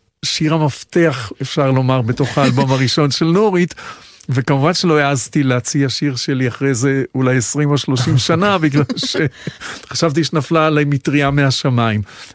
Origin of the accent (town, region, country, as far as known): Tel Aviv, Tel Aviv District, Israel; born there